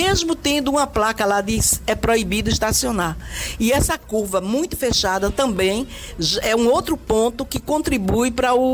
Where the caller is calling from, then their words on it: Recife, Pernambuco, Brazil